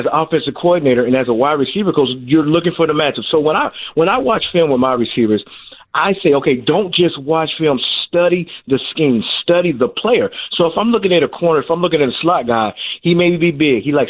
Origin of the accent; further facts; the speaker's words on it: Denver, Colorado, United States; I'm from Denver, Colorado, grew up watching John Elway.